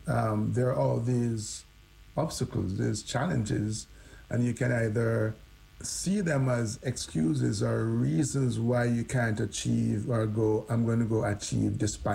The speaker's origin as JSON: {"language": "English", "country": "Jamaica", "said": "The fact that we're from Jamaica and have very limited resources and so on does not factor."}